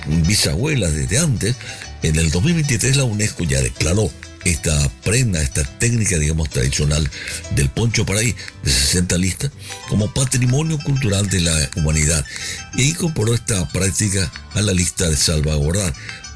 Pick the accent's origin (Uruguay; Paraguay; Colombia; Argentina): Paraguay; lo que somos los paraguayos, gente de trabajo, de historia grande, y el orgullo de ser paraguayo, orgulloso de ser paraguayo